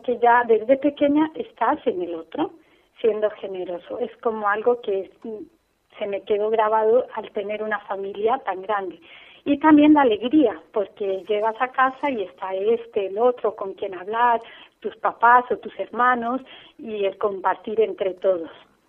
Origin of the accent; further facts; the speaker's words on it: Cusco, Peru; born there; tengo 28 años, nací en Perú, aunque mis papás son argentinos.